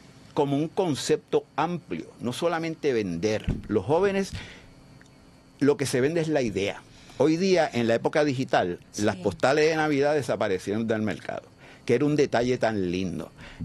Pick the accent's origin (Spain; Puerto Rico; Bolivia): Puerto Rico; San Juan; born there; moved away as an adult; also born or lived in New York; Yo nací en el 52 en Santurce. Me fui en el 78 a los Estados Unidos a seguir mi carrera como artista en Nueva York después de estar 8 años en el recinto de Río Piedras.